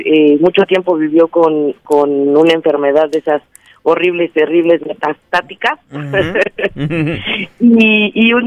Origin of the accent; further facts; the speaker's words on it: Mexico; Como mexicanos sabemos perfectamente que tener una abuelita, una mamá sentada en mesa es la mejor recompensa